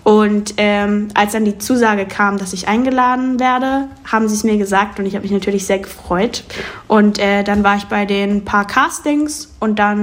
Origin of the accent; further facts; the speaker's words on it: Mannheim, Baden-Württemberg, Germany; ich bin gebürtige Deutsche und ich bin in Mannheim auch groß geworden und aufgewachsen.